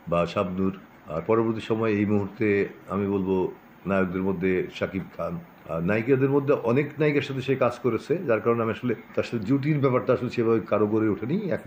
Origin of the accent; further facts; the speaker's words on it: Dhaka, Dhaka Division, Bangladesh; আমার জন্ম ঢাকার মিরপুরে, আদিবাড়ি নরসিংদী, যেটা দাদার বাড়ি বলে। আমি পড়াশোনা করেছি মিরপুরেই, মণিপুর উচ্চ বিদ্যালয়ে স্কুল জীবন।